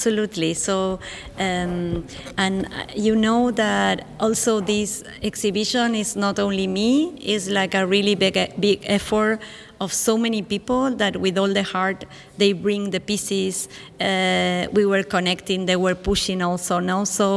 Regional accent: Argentina; English is a second language; I'm from Argentina, but for me it's important that I'm Latin American.

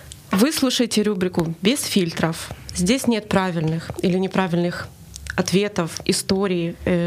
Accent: Kyiv, Ukraine; now in Germany; И все мы приехали, кстати, из разных городов Украины. Я, кстати, из Киева тоже родом.

